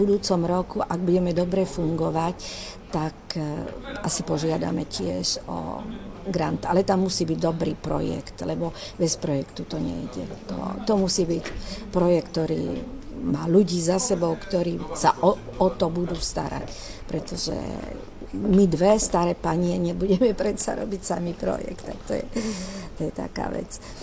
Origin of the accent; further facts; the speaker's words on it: Banská Štiavnica, Banská Bystrica Region, Slovakia; now in Lombardy, Italy; Ja som z Banskej Štiavnice.